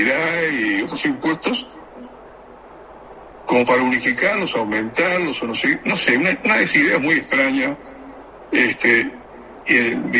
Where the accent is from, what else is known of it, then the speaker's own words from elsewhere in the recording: Uruguay; los uruguayos